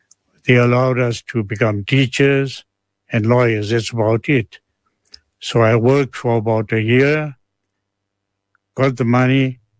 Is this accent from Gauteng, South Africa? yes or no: yes; Johannesburg, Gauteng, South Africa; born there; moved away as an adult; also born or lived in Egypt; I was born in Johannesburg, to be more precise, Kliptown. And I grew up in a family of 12 children